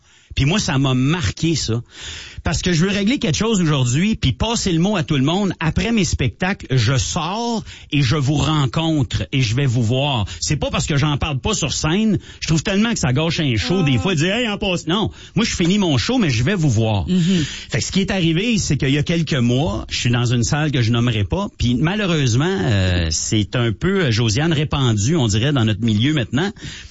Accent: Sainte-Agathe-des-Monts, Quebec, Canada; moved away; moi, quand j'étais petit, je restais à Sainte-Agathe-des-Monts.

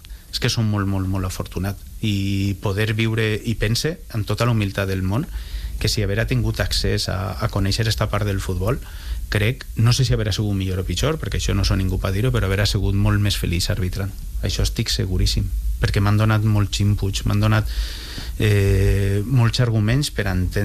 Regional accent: Valencian Community, Spain; now in Valencia, Spain; cap al meu poble, cap al Ximià d'Alfara

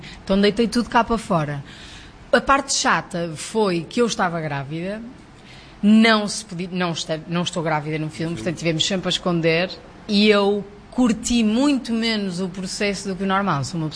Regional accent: Porto, Norte, Portugal; eu sou do Porto

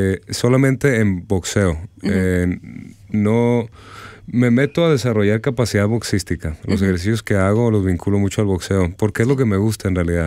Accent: Culiacán, Sinaloa, Mexico; Sí, soy de Culiacán, Sinaloa, de la parte noroeste del país.

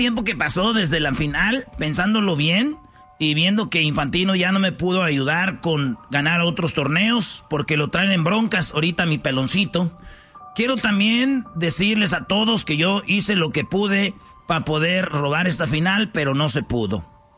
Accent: Michoacán, Mexico; de Michoacán, 100% mexicano, ¿verdad?

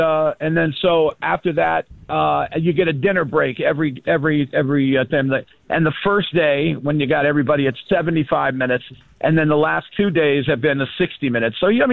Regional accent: Oklahoma, United States; I'm from Oklahoma.

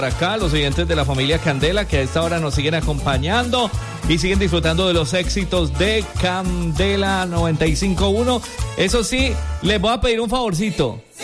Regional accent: Colombia; Que nosotros somos colombianos

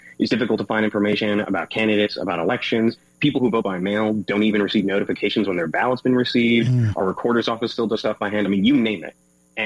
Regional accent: Oswego, Illinois, United States; So I grew up here in Kendall County. Oswego is my hometown. I went to Oswego High School.

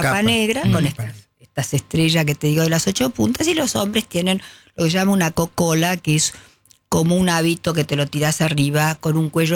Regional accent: Argentina; Entonces yo había pensado, digo … de la Argentina.

